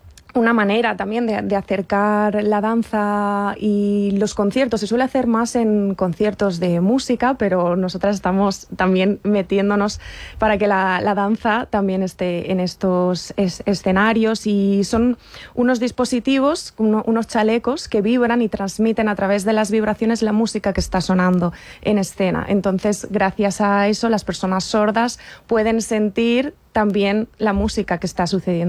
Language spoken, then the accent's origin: Spanish; Valencia, Valencian Community, Spain; Yo de aquí, de Valencia.